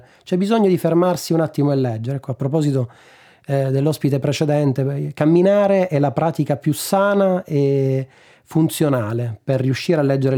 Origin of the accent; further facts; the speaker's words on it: Apulia, Italy; Io sono pugliese, del Gargano, un altro carso.